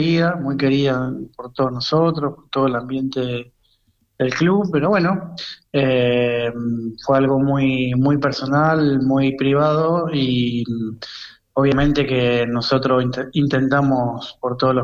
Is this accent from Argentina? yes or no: yes; Buenos Aires, Argentina; Yo nací en el barrio, en Los Perales, el barrio que está al lado del estadio. Me crié ahí, mi familia vive ahí, yo vivo a unas cuadras de ahí